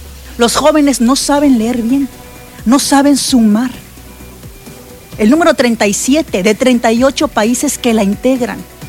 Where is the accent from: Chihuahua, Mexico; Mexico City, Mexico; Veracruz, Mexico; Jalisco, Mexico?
Veracruz, Mexico; Poza Rica; Hablo de Veracruz porque soy veracruzana, porque soy pozarricense y porque me duele.